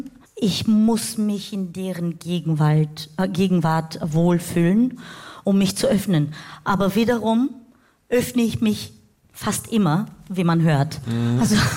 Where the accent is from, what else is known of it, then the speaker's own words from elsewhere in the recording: Bulgaria; now in Germany; als Bulgarin, die in Deutschland lebt